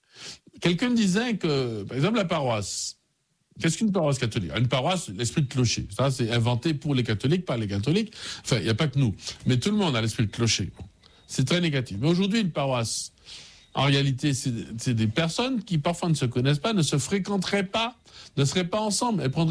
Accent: Martinique; Et tu dis, je suis de la France, la Martinique.

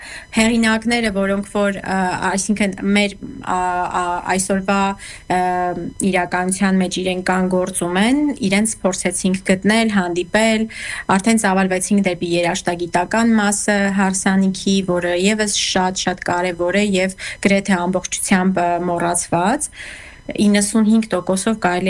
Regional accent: Goris, Syunik, Armenia; born there; now in Yerevan, Armenia; ես ծնունդով Գորիսից եմ

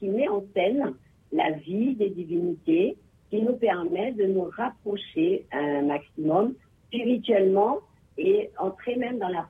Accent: Guadeloupe; Alors, chez nous, en Guadeloupe, en ce qui nous concerne, tous les nadrons sont chantés en tamoul.

